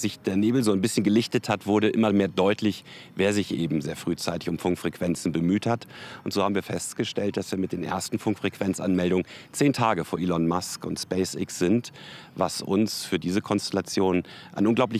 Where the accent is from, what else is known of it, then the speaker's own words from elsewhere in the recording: Germany; gerade für mich auch als Deutscher